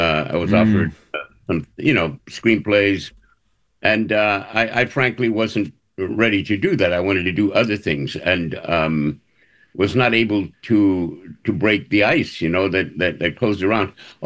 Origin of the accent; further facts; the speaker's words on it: United States; But you know, I'm just as American as anybody else, and so my roots are indigenous. You know, so I go way back.